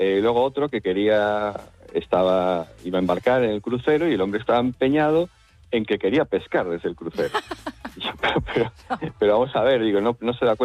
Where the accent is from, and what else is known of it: Galicia, Spain